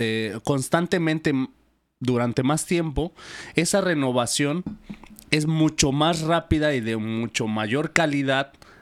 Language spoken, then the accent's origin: Spanish; Mexico; Nuestra sociedad como mexicanos